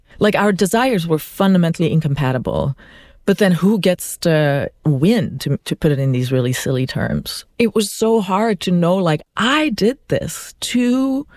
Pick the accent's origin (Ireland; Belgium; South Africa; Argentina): Belgium; English is a second language; moved away as an adult; now in United States; I'm from Belgium. I'd moved to the US for David.